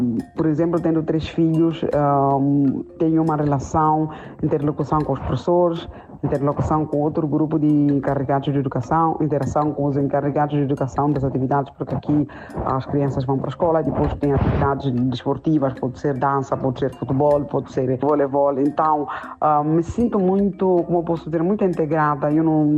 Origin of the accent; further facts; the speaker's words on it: Mozambique; moved away as an adult; E em tudo isso, saí de Moçambique, graças a Deus, que eu já tinha 12ª e trouxe meus documentos já traduzidos.